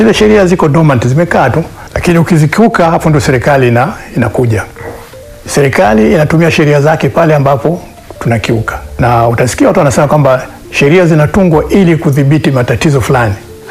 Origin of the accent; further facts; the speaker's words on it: Arusha, Tanzania; moved away; also born or lived in Tanga; Kwa hiyo nimekulia Arusha ambako yeye ndo alikuwa mfanyakazi. Na kama angekuwa ni kuzaliwa, ningezaliwa Arusha. Sasa kwenye nani, Mount Meru Hospital. Lakini kufuatana na taratibu za zamani, mama alikwenda kijijini akajifungua, tukarudi Arusha. Kwa hiyo nimekulia Arusha.